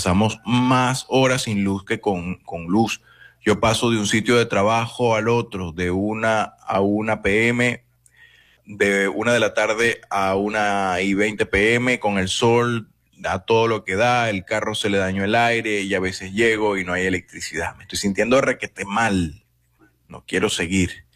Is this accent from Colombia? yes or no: no; Venezuela; porque bueno, al final todos somos venezolanos.